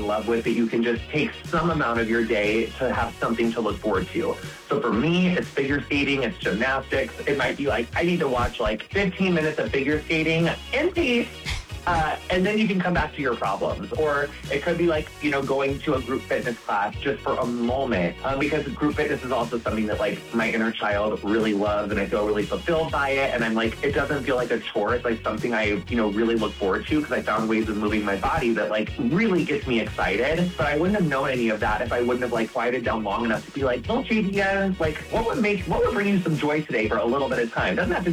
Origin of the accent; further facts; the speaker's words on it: Quincy, Illinois, United States; Yes, I'm from Quincy. It's like not that far away.